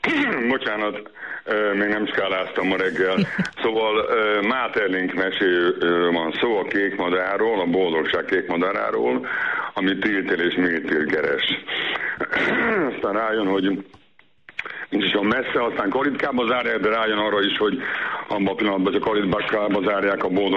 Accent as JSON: {"language": "Hungarian", "town": "Kalocsa", "region": "Bács-Kiskun", "country": "Hungary", "tie": "born or raised there", "said": "Valóban Kalocsán, a szülővárosomban találtam ki ezt a mesét folytatni beteg gyerekekért"}